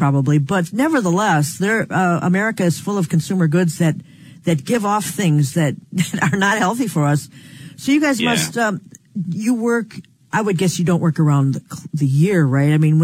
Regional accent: New York, United States; I'm from New York, which was lake effect snow where they'll get, you know, 60 inches in a weekend.

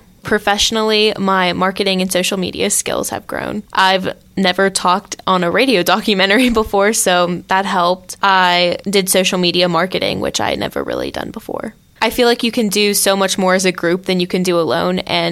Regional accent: Rockwood, Pennsylvania, United States; I'm from Rockwood, which is in Somerset County

